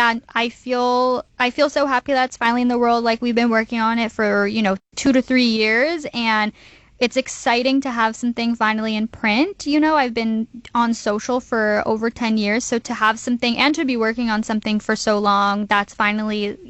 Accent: Los Angeles, California, United States; I grew up in Los Angeles

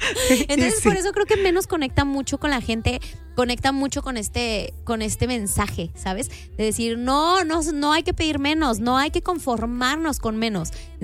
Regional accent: Guadalajara, Jalisco, Mexico; yo soy de Guadalajara.

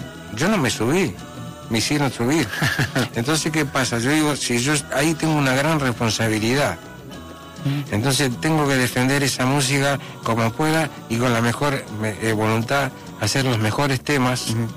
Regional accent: Montevideo, Uruguay; Entonces lo viví en un barrio donde nacieron comparsas importantes. Yo nací en La Unión

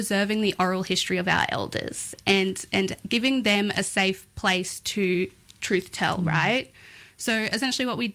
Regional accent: New South Wales, Australia; now in Ipswich, Australia; I'm a Yuin woman with connections to South Coast, New South Wales, but live in Ipswich on Yuggera Yuggera Ngunnawal land and have done so for many, many years now. So that kind of is second home.

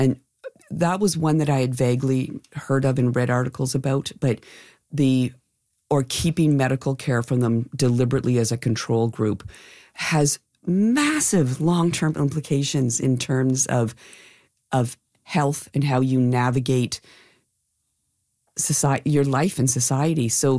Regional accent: Canada

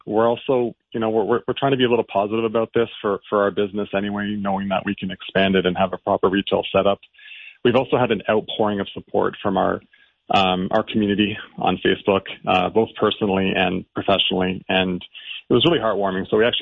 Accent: Ottawa, Ontario, Canada; Yeah, I'm from Ottawa, so I remember the old Hazeldene Market

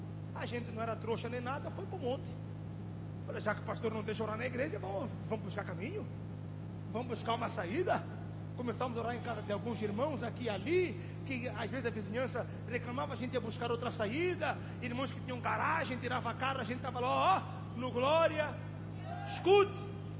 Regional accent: Mozambique; moved away; foi um pastor em minha terra, Moçambique.

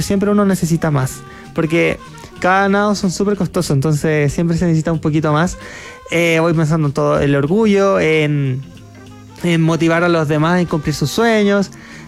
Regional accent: Chile; No, yo soy el típico chileno que deja todo última hora.

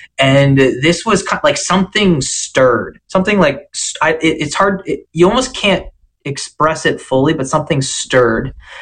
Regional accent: United States; as American Catholics

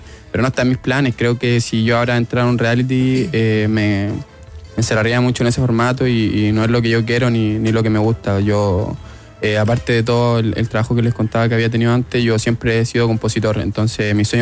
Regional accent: Santiago, Santiago Metropolitan Region, Chile; Yo me crié en La Jaula, no sé si ustedes conocieron La Jaula, que era una barriada bailable que estaba en el Parque O'Higgins, que es como histórico. Y bueno, siempre me crié en estas fiestas donde solamente se tocaba cumbia

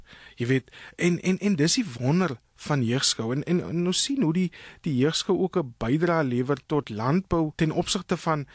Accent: Port Nolloth, Northern Cape, South Africa; ek het groot geword op die platteland, dorp met naam van Port Nollet. En ja, baie van my familie was in landbou gewees, hulle het geboer, my oupa het geboer, my ouma het geboer.

